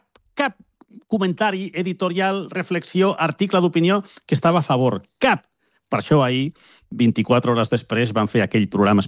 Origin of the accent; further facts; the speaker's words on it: Catalonia, Spain; com a catalans